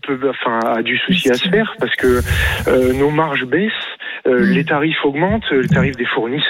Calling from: Nouvelle-Aquitaine, France

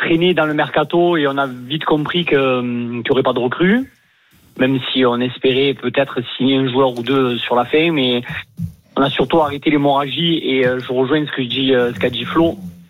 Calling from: Arles, Provence-Alpes-Côte d'Azur, France

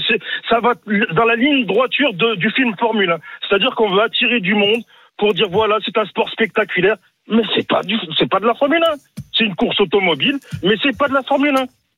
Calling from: Marseille, Provence-Alpes-Côte d'Azur, France; je suis marseillais

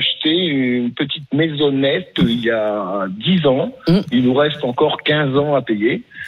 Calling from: France; je suis un Français moyen

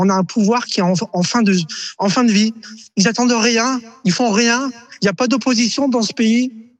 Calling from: France

